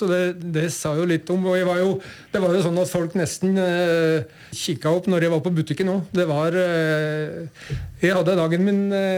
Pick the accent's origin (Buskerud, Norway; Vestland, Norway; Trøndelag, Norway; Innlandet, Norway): Buskerud, Norway; Uvdal; Utover det så jeg hjemme i Uvdal.